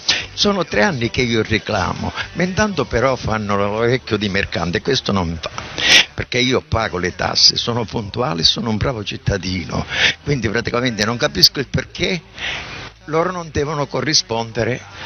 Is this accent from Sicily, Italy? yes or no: yes; Sicily, Italy; now in Taranto, Italy; sono siciliano e sono stato adottato a Taranto con gran piacere.